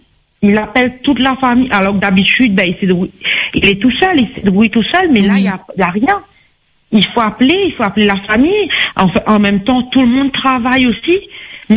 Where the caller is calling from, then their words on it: Saint-Leu, Réunion; on est de Saint-Leu